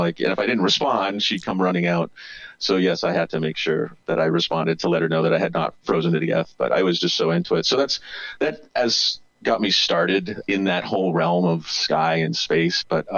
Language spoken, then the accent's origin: English; Wawanesa, Manitoba, Canada; I'm originally from Canada. I grew up in a very small town of 500 people, a small town about 120 miles due west of Winnipeg, Manitoba, a place called Wawanisa.